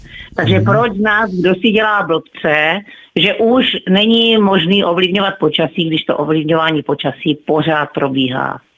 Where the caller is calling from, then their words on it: Otrokovice, Zlín Region, Czechia; z Otrokovic